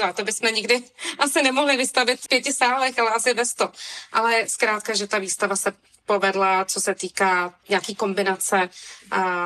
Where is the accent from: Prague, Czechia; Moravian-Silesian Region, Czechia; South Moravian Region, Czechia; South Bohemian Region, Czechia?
Prague, Czechia; moved away as an adult; now in Italy; žiju celý život v Praze, v centru, jsem se tam i narodila